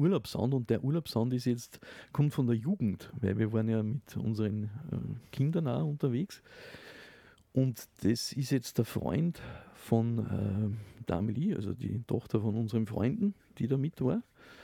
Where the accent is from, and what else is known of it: Upper Austria, Austria